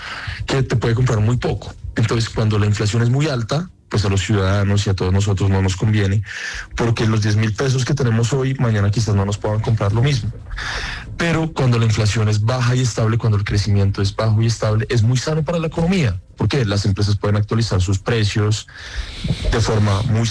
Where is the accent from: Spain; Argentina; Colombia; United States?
Colombia